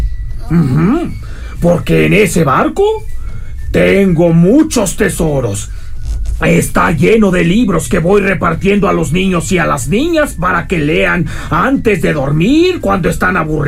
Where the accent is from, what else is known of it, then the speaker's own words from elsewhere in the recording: Mexico; Y no, también hay piratas mexicanos. Yo soy el ejemplo de eso. Yo radico en Yucatán.